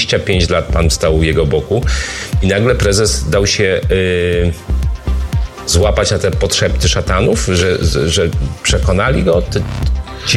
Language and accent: Polish; Sanok, Subcarpathian Voivodeship, Poland; born there; ja urodziłem się w Sanoku na Podkarpaciu